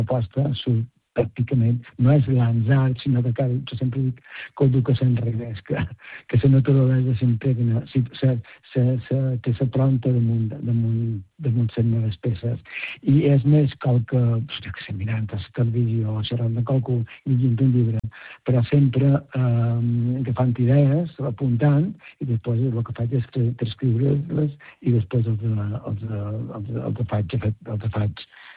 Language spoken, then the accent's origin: Catalan; Baró, Catalonia, Spain; tinc una exposició aquí a Baró, al meu poble